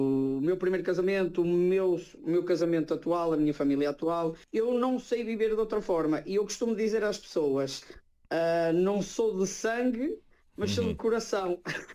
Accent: Espinho, Aveiro, Portugal; now in Switzerland; Eu sou de vários lados, mas eu considero-me espinhense. Eu sou de Espinho.

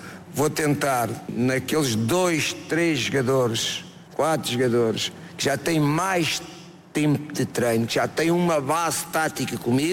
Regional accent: Portugal; Sou português, amo o meu país.

